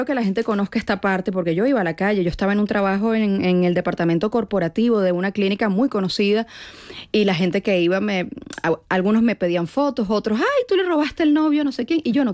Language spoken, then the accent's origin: Spanish; Venezuela; now in Madrid, Spain; pienso que extrañaría mucho el ritmo español, el ritmo madrileño, muchas cosas de aquí, pero al mismo tiempo estando aquí extraño Venezuela, pero resulta que la etapa que dejé no es la misma.